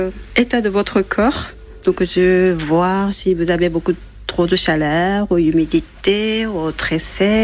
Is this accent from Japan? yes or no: yes; Japan; French is a second language; moved away; originaire du Japon, de mon pays natal.